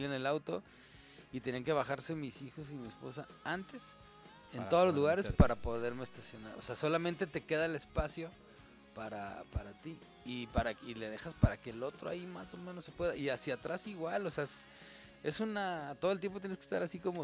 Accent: Mexico; así como, sí, entonces eres rico en México. Y yo, nah, claro que no.

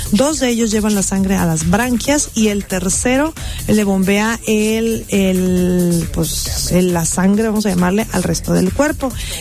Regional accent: Mexico; como buena mexicana, como buena godín

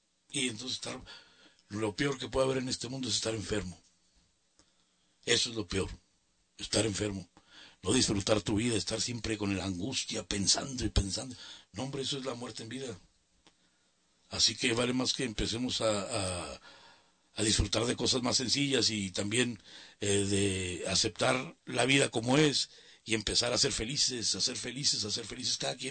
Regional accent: Mexico; nosotros todos los hispanos somos latinos, somos mexicanos, orgullosos de serlo.

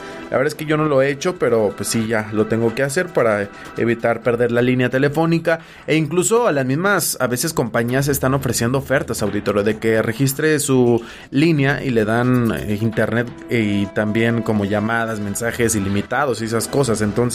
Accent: Mexico

